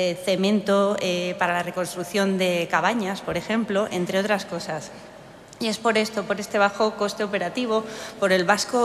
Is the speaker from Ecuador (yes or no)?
no; Catalonia, Spain; somos de la Valdarán, somos de un pueblecito de 20 habitantes